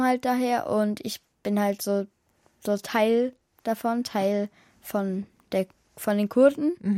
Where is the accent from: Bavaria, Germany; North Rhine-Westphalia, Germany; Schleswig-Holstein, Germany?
Bavaria, Germany; Munich; born there; Also, ich bin in Deutschland. Also, ich bin in München geboren und ich komme halt aus Kurdistan. Das ist in Asien.